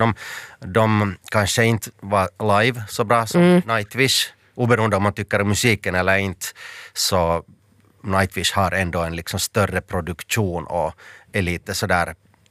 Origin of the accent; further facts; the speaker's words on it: Finland; jag är från Finland